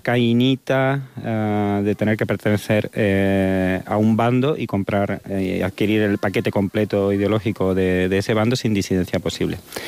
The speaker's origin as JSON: {"language": "Spanish", "region": "Andalusia", "country": "Spain", "said": "a mí no me gustaría nada que como andaluz se utilizase mi literatura o mi poesía como una seña de identidad andaluza."}